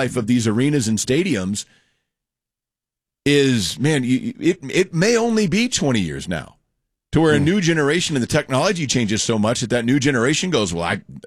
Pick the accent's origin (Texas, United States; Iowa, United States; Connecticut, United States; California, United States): Texas, United States; Rockwall; I grew up in Rockwall before Bush was built